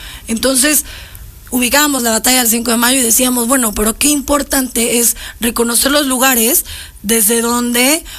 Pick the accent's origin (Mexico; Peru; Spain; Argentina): Mexico; Puebla